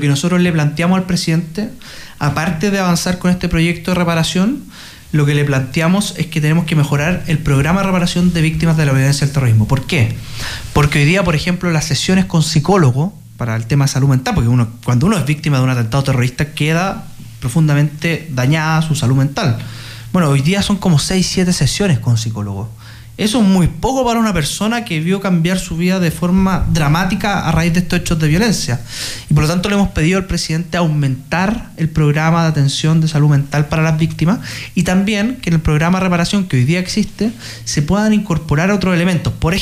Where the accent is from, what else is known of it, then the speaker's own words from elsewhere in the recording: Malleco Province, Araucanía, Chile; also born or lived in Victoria / Angol; Entonces, yo digo siempre, mire, soy mallequino.